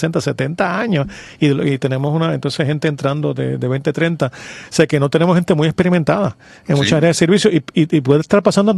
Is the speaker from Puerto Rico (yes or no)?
yes; Puerto Rico